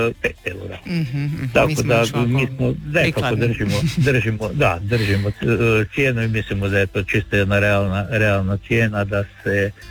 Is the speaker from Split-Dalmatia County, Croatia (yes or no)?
no; Čabar, Primorje-Gorski Kotar County, Croatia; Ja sam rođen u Čabru, živim u Čabru, evo, jednostavno u mojim godinama više ne planiram da ću bilo gdje drugdje otići. Znači, obitelj, djeca, svi smo nekako vezani u Čabar